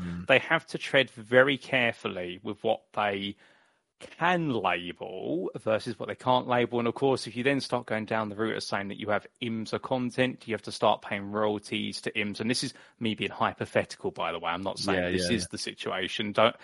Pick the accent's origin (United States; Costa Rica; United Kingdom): United Kingdom; born or raised there